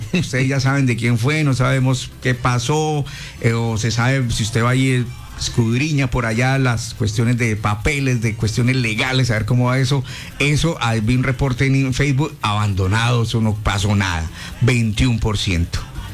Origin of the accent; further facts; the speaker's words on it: Antioquia, Colombia; moved away; como dicen en mi tierra paisa